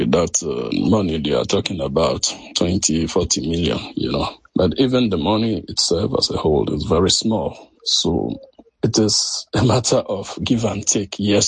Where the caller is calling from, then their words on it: Bo, Southern Province, Sierra Leone; I'm calling from Bose City, Southern Sierra Leone.